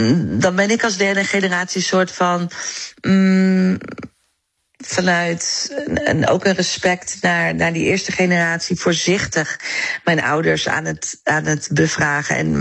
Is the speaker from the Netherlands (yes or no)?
yes; Netherlands; Want ik dacht, ik kom toch gewoon uit Nederland. Maar opa en oma kwamen dan ergens anders vandaan.